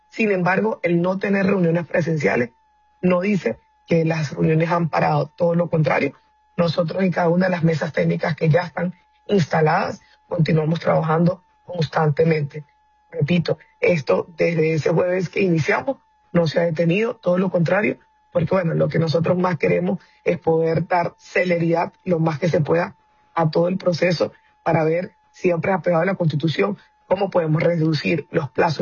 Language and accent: Spanish; Zulia, Venezuela